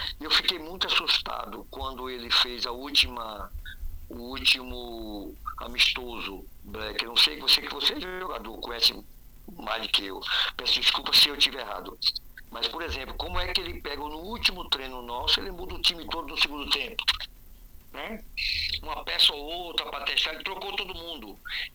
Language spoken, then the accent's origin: Portuguese; Brazil; todos nós somos brasileiros